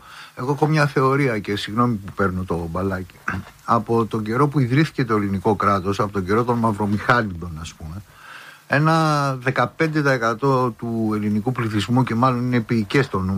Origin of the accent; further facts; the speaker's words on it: Athens, Attica, Greece; Εσύ μάλιστα και εγώ που μεγαλώσαμε στην Κυψέλη